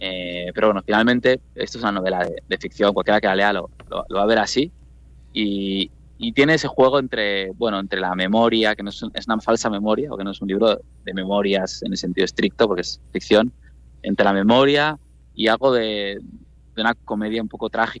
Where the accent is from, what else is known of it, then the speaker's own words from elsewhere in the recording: Pamplona, Navarre, Spain; moved away as an adult; also born or lived in Córdoba / Prague; Yo viví en Pamplona, porque soy de Pamplona, me fui a vivir a Córdoba con una beca en la Fundación Antonio Gala